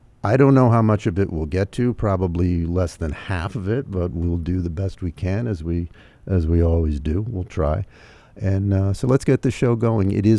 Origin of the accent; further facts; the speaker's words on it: New Jersey, United States; Now, I'm 19 years old. I'm growing up in New Jersey